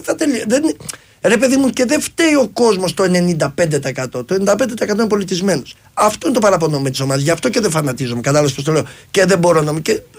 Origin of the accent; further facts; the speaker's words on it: Amaliada, Western Greece, Greece; also born or lived in Kyllini; Από την Αμαλιάδα. Βασικά με την Κυλλίνη. Ψαροχώρη τη Κυλλίνη.